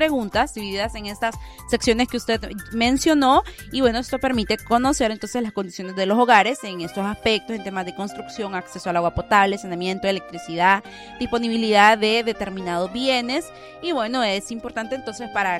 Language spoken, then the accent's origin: Spanish; Honduras